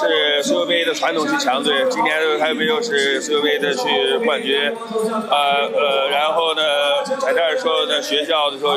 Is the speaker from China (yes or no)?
yes; Taiyuan, Shanxi, China; 我本身我也是太原的